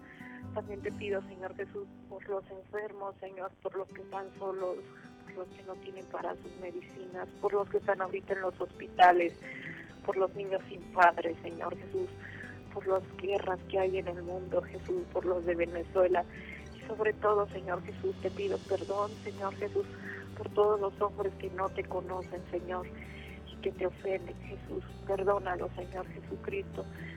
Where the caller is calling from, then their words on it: Mexico City, Mexico; De la Ciudad de México.